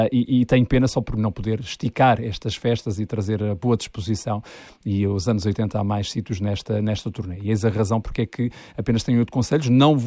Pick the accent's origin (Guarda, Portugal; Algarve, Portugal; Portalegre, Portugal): Algarve, Portugal; Portimão; a minha terra natal em Portimão